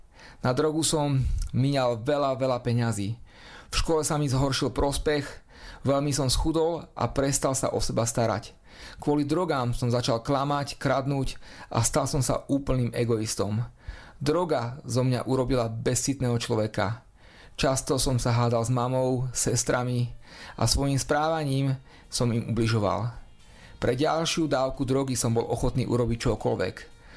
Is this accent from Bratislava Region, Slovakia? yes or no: yes; Bratislava, Bratislava Region, Slovakia; born there; a mám 38 rokov. Narodil som sa v Bratislave.